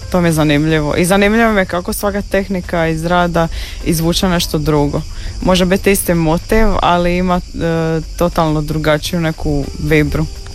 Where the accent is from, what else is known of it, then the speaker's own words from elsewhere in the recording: Zadar, Zadar County, Croatia; Odrasla sam u Zadru i nisam baš imala priliku sad prečesto ići na neke izložbe van Zadra.